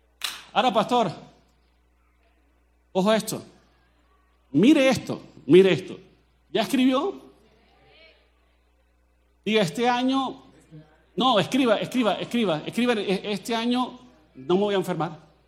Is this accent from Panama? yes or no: no; Colombia; accent: Colombian; pero yo no soy chapín, ni soy charrasqueado, ni soy salvadoreño, soy colombiano, hablo como colombiano.